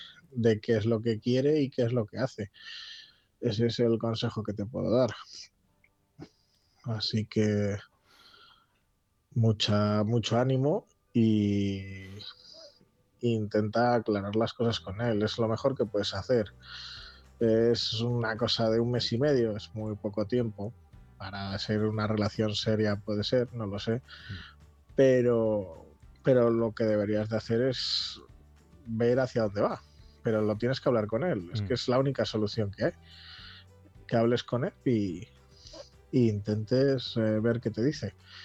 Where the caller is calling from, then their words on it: Palencia, Castile and León, Spain; de Palencia